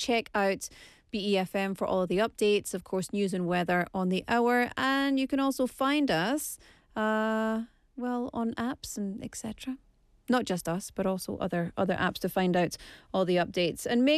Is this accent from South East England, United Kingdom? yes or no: no; Scotland, United Kingdom; I do love the rain, you know. I'm Scottish.